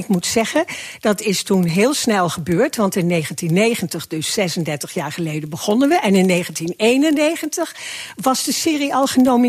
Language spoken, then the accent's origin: Dutch; Arnhem, Gelderland, Netherlands; moved away; Ik kom uit Arnhem.